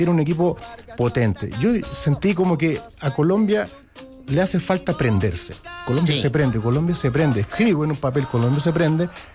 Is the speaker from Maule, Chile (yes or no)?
yes; Parral, Maule, Chile; born there; No, nací en Parral, al igual que Pablo Neruda, pero no soy poeta. Pero el tema es que, bueno, llego a Chile